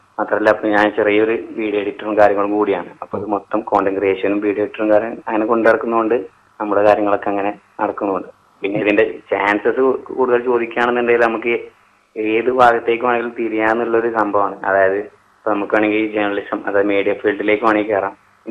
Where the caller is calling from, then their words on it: Pandikkad, Kerala, India; ഞാനിവിടെ പാണ്ടിക്കാട് പറവമ്പുറം എന്ന് പറയും കറക്റ്റ് സ്ഥലം.